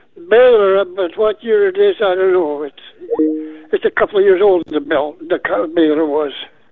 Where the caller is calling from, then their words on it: Eden, Manitoba, Canada; Eden, Manitoba.